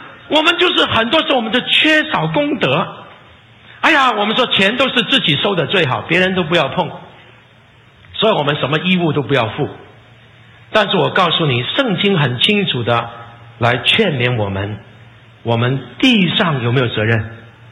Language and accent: Chinese; China; 我真的讲特别我们是中国人呢、在我们中国啊，